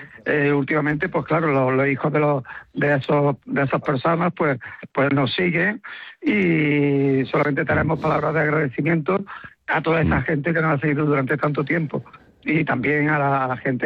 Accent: Córdoba, Andalusia, Spain; nuestra casa es Andalucía, ¿no? Aunque somos de Córdoba, vivimos en Córdoba, pero nos sentimos muy, muy orgullosos de ser andaluces

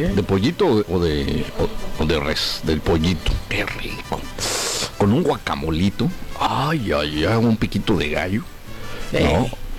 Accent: Mexico; nosotros como mexicanos

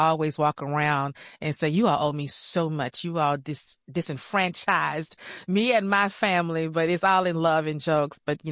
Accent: Chattanooga, Tennessee, United States; At the hospital where I worked.

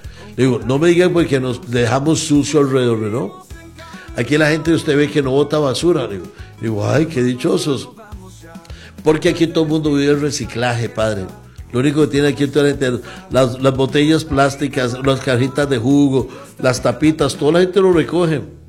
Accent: San José, Costa Rica; nací en Cristo Rey, ahí sirvo

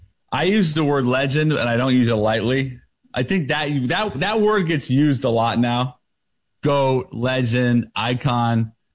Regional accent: Seattle, Washington, United States; I'm from Seattle, so I'm a little biased about what the Seahawks mean to the league.

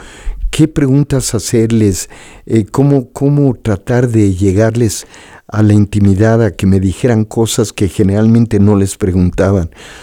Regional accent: Mexico

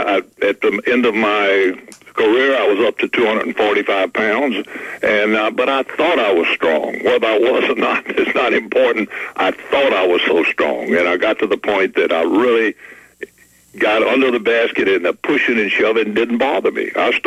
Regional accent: Baton Rouge, Louisiana, United States; it was a different time, but it was a good time, and I loved growing up in Baton Rouge.

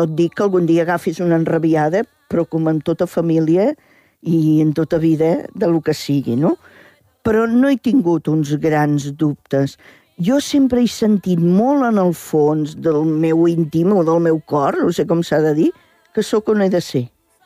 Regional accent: Reus, Catalonia, Spain; Jo era alumna de les Dominiques de la Presentació a Reus, que a més soc de Reus

